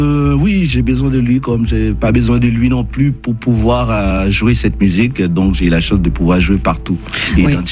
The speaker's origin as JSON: {"language": "French", "country": "Haiti", "tie": "born or raised there", "said": "que moi j'ai grandi, je suis né en Haïti, je suis né pas loin du temple vaudou"}